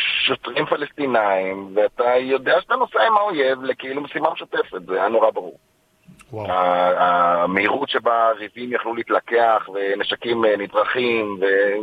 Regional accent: Tel Aviv, Tel Aviv District, Israel; אבל אבא שלי תמיד היה ימני, וגדלתי במרכז תל אביב

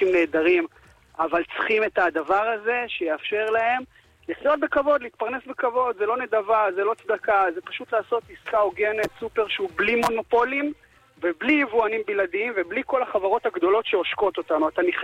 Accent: Jerusalem, Jerusalem District, Israel; אני גדלתי בירושלים

